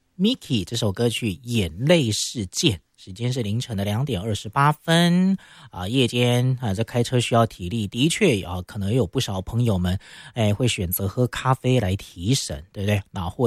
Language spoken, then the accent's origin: Chinese; Taiwan; 此外呢，其实我们台湾人好像蛮喜欢喝热茶的，对不对？